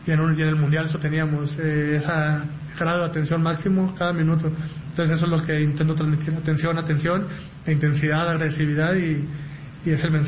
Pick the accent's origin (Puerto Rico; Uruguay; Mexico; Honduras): Mexico; eso es lo que nos ha faltado como mexicanos